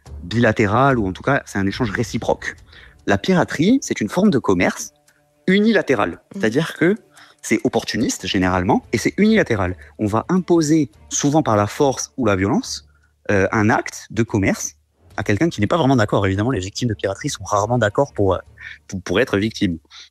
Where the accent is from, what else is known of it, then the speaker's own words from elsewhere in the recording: Corsica, France; chez nous en Corse.